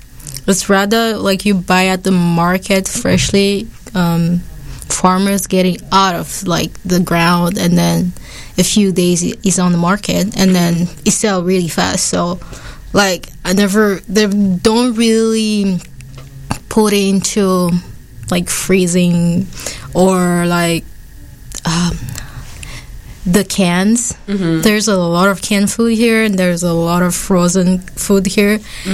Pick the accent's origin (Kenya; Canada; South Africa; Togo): Togo; now in Wayne, United States; I'm from Togo.